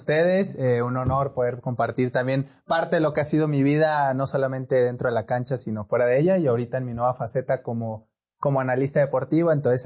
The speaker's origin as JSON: {"language": "Spanish", "town": "Tuxpan", "region": "Veracruz", "country": "Mexico", "tie": "born there", "said": "Yo soy nacido en México, en Tuxtla, en Veracruz."}